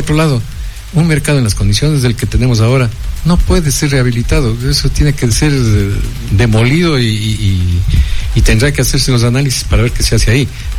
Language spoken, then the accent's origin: Spanish; Ibarra, Imbabura, Ecuador; yo soy un ibarreño querendón de mi tierra y mi familia así lo ha sido